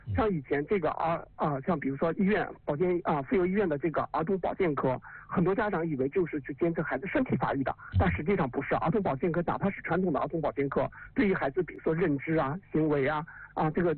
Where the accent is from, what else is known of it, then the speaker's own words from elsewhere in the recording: China; 我们中国人可能经常会说贵人语迟，对吧？